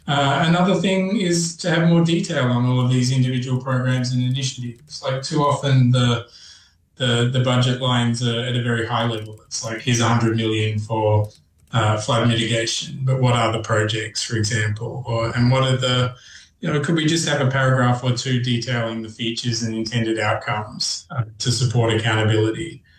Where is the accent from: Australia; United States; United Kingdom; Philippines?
Australia; I'm Australian, right?